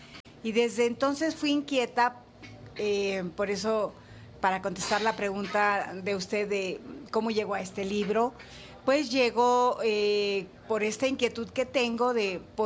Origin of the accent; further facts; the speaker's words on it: Chihuahua, Mexico; Bueno, yo soy originaria de la Sierra de Chihuahua, de la Sierra Tarahumara, y ahí estuve estudiando hasta la secundaria.